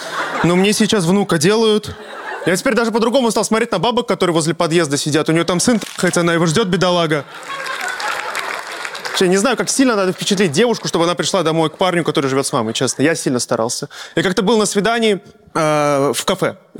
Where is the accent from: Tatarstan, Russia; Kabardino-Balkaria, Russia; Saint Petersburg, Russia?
Tatarstan, Russia; moved away as an adult; now in Moscow, Russia; Я переехал в Москву недавно из Татарстана, я татарин.